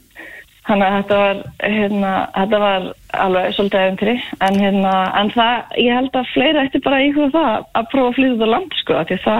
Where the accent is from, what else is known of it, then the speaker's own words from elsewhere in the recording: Hella, Southern Region, Iceland; nei, ég það alls ekki ég sunnlendingur, ég uppalinn á Helli flutti hingað 2018